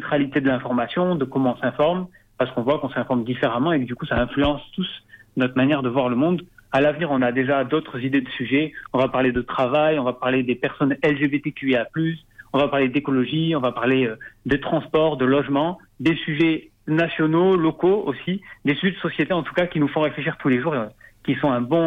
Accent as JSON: {"language": "French", "region": "Occitanie", "country": "France", "said": "Et puis, tout simplement, c'est chez moi. C'est là où je su"}